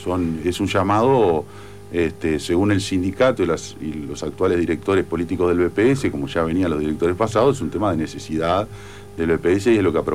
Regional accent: Uruguay; Entonces uno se va acercando a esos lugares y ve que, che, pues somos tan uruguayos como.

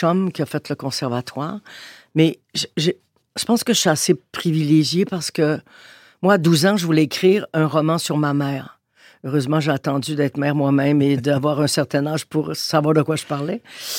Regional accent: Quebec City, Quebec, Canada; Je suis originaire de Québec, moi.

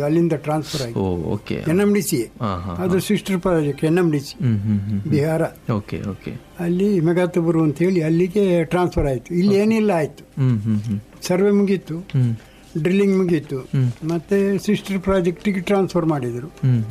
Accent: Chokkenahalli, Karnataka, India; moved away as an adult; also born or lived in Kudremukh, Chikmagalur district; now in Mangalore, India; ನಮ್ಮ ಊರು ಚಂದ್ರಾಪಟ್ಟಣ ತಾಲೂಕು, ಬಾಗೂರು ಹೋಬಳಿ, ನುಗ್ಗೇಹಳ್ಳಿ, ಚೊಕ್ಕೇನಹಳ್ಳಿ ಅಂತ, ಚೊಕ್ಕೇನಹಳ್ಳಿ, ಹಾಸನ್ ಡಿಸ್ಟ್ರಿಕ್ಟ್

